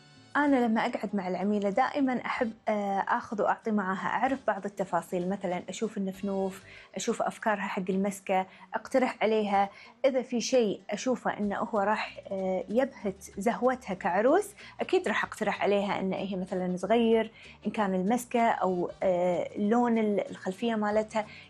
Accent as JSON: {"language": "Arabic", "country": "Kuwait", "said": "عندنا بالكويت"}